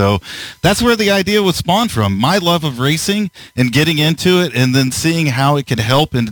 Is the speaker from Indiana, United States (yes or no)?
yes; Indianapolis, Indiana, United States; I grew up here in Indianapolis, a race fan